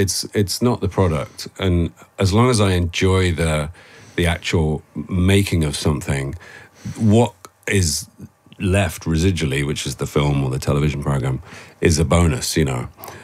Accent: United Kingdom; and a healthy cynicism, I think, which is easy as a Brit, isn't it?

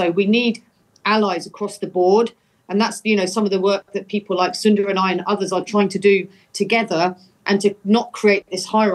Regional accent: United Kingdom; us as British Muslims

